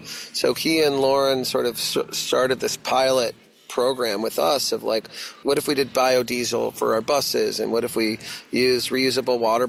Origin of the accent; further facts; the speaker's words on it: Texas, United States; now in Vermont, United States; Well, I'm actually from Texas, and we didn't have the salmon in Texas.